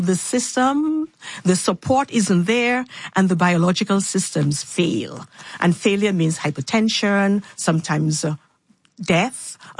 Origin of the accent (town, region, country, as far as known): Dominica; born or raised there